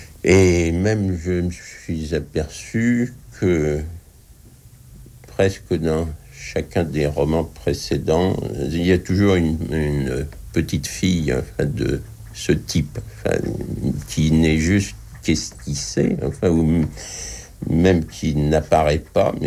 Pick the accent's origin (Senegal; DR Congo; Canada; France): France; Le Havre, Normandy; des personnages que j'ai connus dans mon enfance au Havre.